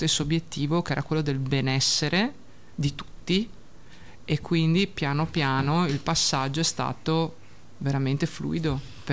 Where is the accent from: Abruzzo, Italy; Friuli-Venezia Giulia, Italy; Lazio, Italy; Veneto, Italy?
Veneto, Italy; Verona; Veneta Doc.